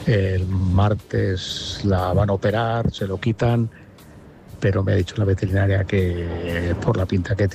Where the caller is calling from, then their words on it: Segovia, Castile and León, Spain; Buenas tardes, chicos, de Como el Gato. … de Segovia.